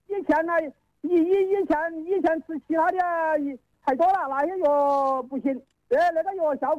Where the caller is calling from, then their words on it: Jingzhou, Hubei, China; 荆州市，荆州市的。